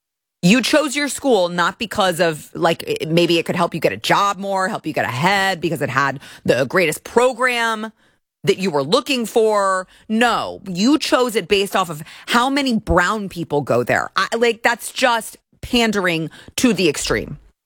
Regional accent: Texas, United States; I was born and raised here my whole life. I've been here my whole life.

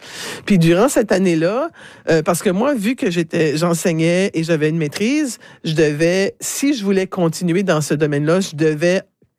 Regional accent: Moncton, New Brunswick, Canada; Ça fait que je suis revenue chez moi à Moncton. Je vivais à Dieppe à ce moment-là. Donc, je suis revenue à Dieppe en juillet 2001, en fait.

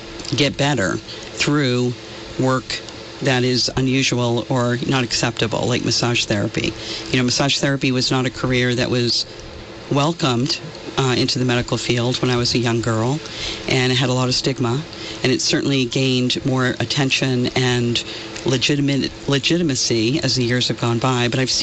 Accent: Vermont, United States; moved away as an adult; I grew up in Vermont and grew up, you know, I graduated from Fairfax, lived in Burlington, I've lived in Walden, I've lived in Ludlow, lived in Fairfield.

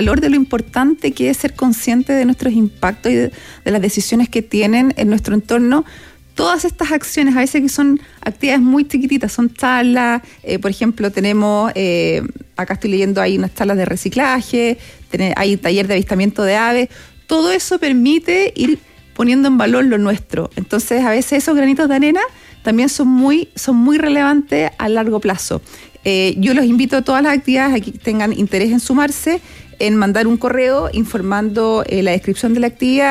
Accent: Viña del Mar, Valparaíso, Chile; born there; Sí, nací en Viña.

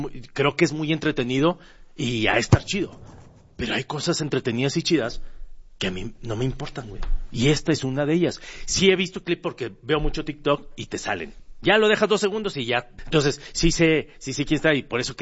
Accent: Mexico; porque estamos en México y porque somos mexicanos.

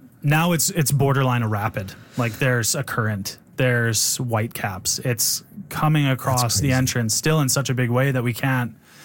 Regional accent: Edmonton, Alberta, Canada; I grew up in Mill Woods too.

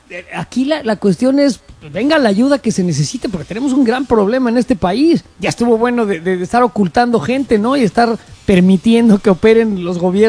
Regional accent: Mexico; Pero yo prefiero, como mexicano, la verdad, que se haga algo en contra de los narcotraficantes

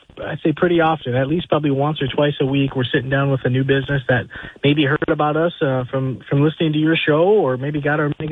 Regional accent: Rapid City, South Dakota, United States; moved away as an adult; also born or lived in Sisseton, South Dakota / Vermillion, South Dakota / Pierre, South Dakota; now in Sioux Falls, United States; I was born in Sioux Falls. I grew up in Rapid City. I'm a tribal member from Sisseton up in the northeast corner. Went to school in Vermilion, lived and worked in Pierre, married a girl from Wagner

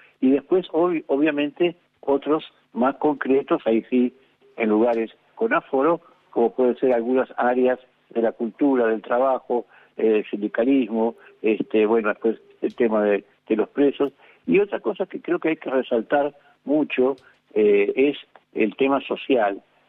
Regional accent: Argentina

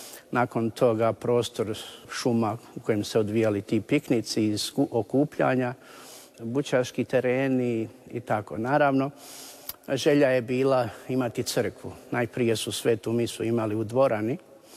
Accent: Rinovci, Federation of Bosnia and Herzegovina, Bosnia & Herzegovina; moved away as an adult; now in North America; Inače sam rodom iz Rinovaca, koja su ponikla mnoga zvanja tijekom prošloga stoljeća, i svećeničkih i redovničkih. Rođen sam 74. godine, gimnaziju sam završio u Visokom i u Sinju

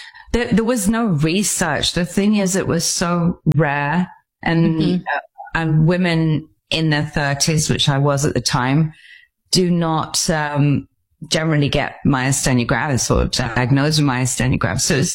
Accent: Stratford-upon-Avon, West Midlands, United Kingdom; I decided to leave Mexico go back to England because I'm obviously from Stratford-upon-Avon in England. You can tell by my accent. And so I decided to go home to England

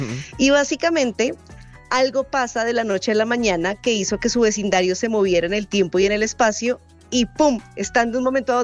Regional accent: Bogotá, Colombia

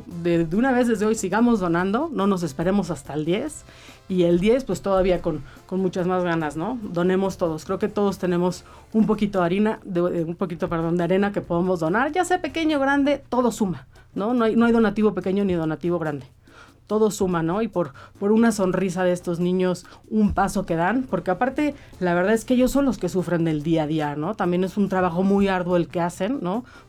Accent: Mexico; Es muchísimo más importante el porcentaje que donamos todos como ciudadanos mexicanos para apoyar a nuestros niños, ¿no?

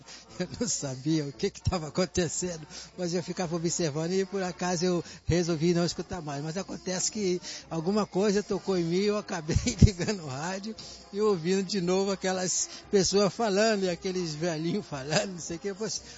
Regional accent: Belford Roxo, Rio de Janeiro, Brazil; Eu venho de Belfor Roxo

